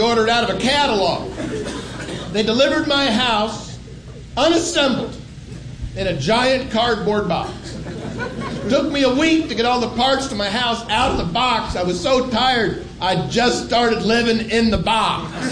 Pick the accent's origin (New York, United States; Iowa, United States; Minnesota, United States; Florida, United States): New York, United States; New York City; I go, I'm from New York.